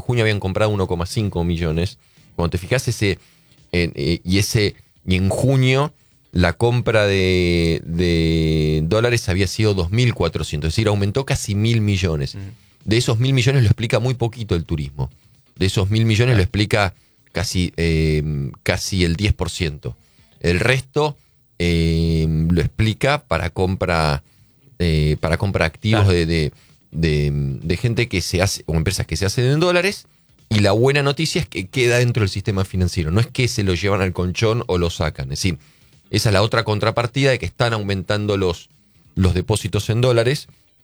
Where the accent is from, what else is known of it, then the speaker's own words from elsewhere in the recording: Argentina; ¿Qué nos pasa a los argentinos? No, a ver, es el escenario clásico de la Argentina